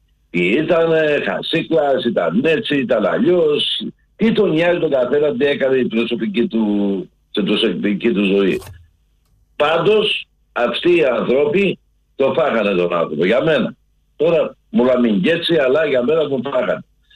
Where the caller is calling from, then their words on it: Greece; είμαι από Πατούτσια.